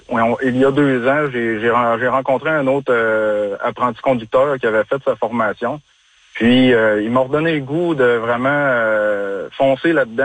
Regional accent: Quebec, Canada; moved away as an adult; now in Côte-Nord, Canada; Moi, dans le fond, je suis natif de la Rive-Sud, dans Chaudière-Appalaches.

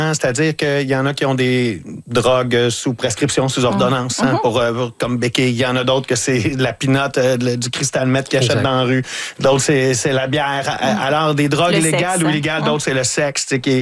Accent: Lavaltrie, Quebec, Canada; now in Montreal, Canada; moi je viens de la Valtrie, dans la région de la Naudière, puis quand je suis arrivé à Montréal, c'était ma porte d'entrée vers Montréal, et j'ai pas mal toujours habité là depuis 25 ans.

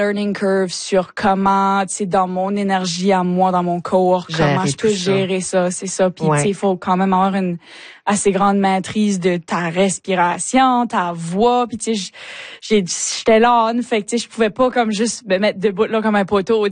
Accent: Chéticamp, Nova Scotia, Canada; Ouais, j'ai grandi à Chétican, comme t'as mentionné, tu sais, fait que j'ai grandi en faisant partie de la troupe du Conseil des Arts de Chétican.

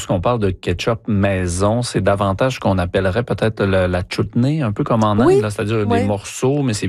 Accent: Quebec, Canada; Je viens de l'Est du Québec.

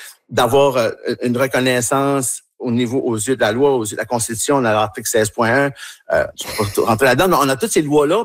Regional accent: New Brunswick, Canada; Puis moi aussi, en tant qu'Acadien, fier Acadien, j'ai même été vice-président de la Société de l'Acadie du Nouveau-Brunswick.

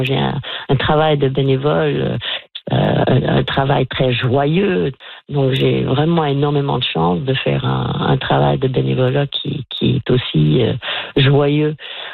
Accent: Nova Scotia, Canada; born there; je ne suis pas née à Annapolis Royal. Je suis née en Nouvelle-Écosse, mais pas ici.

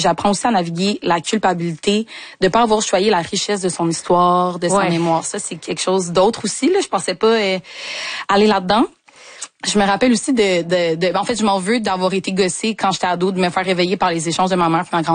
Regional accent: Quebec, Canada; born there; Moi, je suis née ici au Québec.

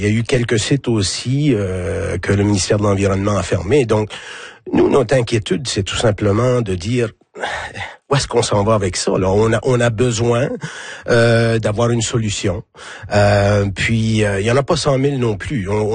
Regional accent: Cap-Pelé, New Brunswick, Canada; je suis originaire de Capelé

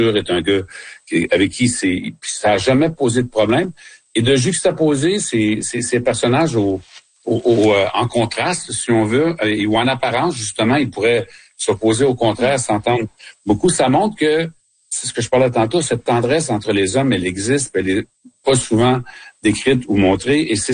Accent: Quebec, Canada

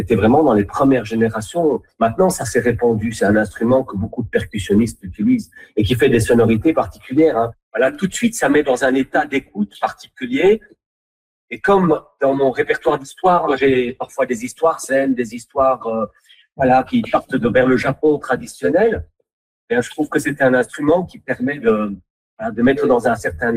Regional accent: Belgium; moi j'ai grandi en Belgique.

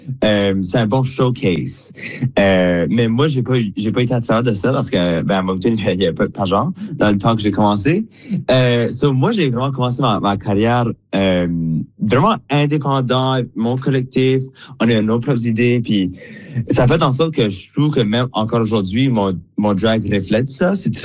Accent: Atlantic Canada, Canada; now in Montreal, Canada; retourner à la maison, back home

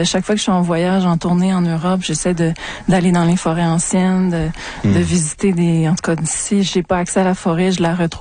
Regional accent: Montreal, Quebec, Canada; born there; parce que moi, je suis une Montréalaise, donc je suis née ici.

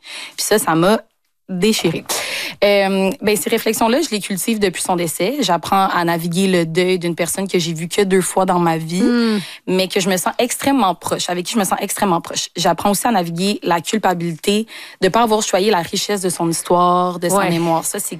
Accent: Quebec, Canada; born there; Moi, je suis née ici, au Québec.

